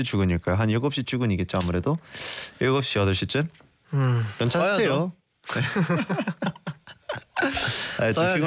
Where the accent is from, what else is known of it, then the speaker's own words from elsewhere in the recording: Canada; 캐나다에서 왔는데 버터떡이 얼마나 유행이 했길래 캐나다에 있는 친구들도 와서